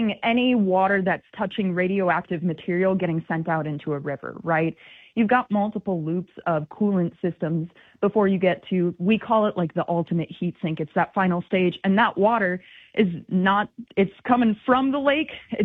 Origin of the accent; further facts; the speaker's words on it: Wisconsin, United States; now in Delaware, United States; Unfortunately, I grew up in Wisconsin. I live out in Delaware now